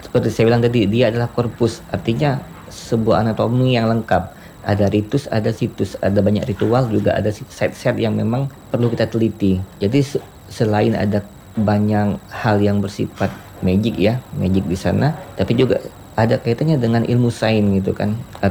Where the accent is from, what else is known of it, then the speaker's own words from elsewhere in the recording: Bangka Belitung Islands, Indonesia; ngambil dari bahasa Bangka, bahasa kita Lum